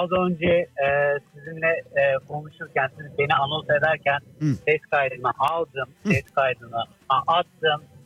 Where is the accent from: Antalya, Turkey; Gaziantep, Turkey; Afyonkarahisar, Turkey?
Gaziantep, Turkey; moved away; Ben Antep merkezdeyim. Antep'in yerlisiyim. İstanbul gibi Antep'te de %5 oranında kaldık yerli olarak.